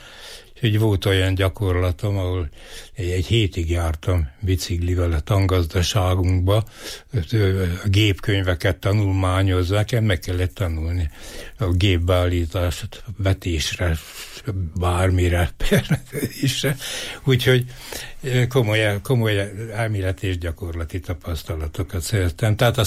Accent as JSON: {"language": "Hungarian", "town": "Eger", "region": "Heves", "country": "Hungary", "tie": "born or raised there", "moved": "as an adult"}